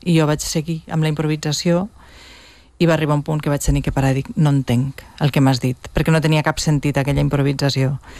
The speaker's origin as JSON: {"language": "Catalan", "town": "Tortosa", "region": "Catalonia", "country": "Spain", "said": "jo soc de Tortosa, i de vegades però he treballat a TV3 amb papers que no parlo amb el meu accent, sinó més el d'aquí, no?"}